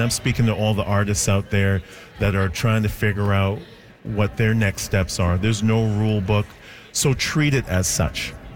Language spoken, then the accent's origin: English; Canada; So it's cool that being a Canadian artist is coming into form these days.